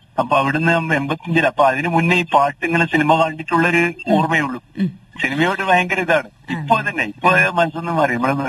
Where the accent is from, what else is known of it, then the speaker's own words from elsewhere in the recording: Azhikode, Kerala, India; moved away as an adult; also born or lived in Chalad; now in Pazhayangadi, India; വീട് അഴീക്കോട്, സ്വന്തം വീട്.